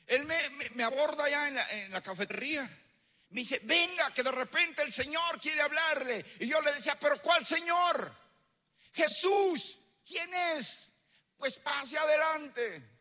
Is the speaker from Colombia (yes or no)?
yes; Pasto, Nariño, Colombia; Aquí me conocieron como llegué. Torcido. Yo vengo de Pasto. Y en Pasto hice un anuncio de cómo iba a ser mi muerte.